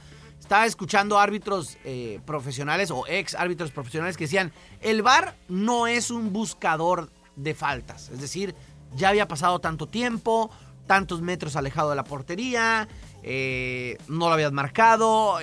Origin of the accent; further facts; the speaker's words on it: Mexico; yo como mexicano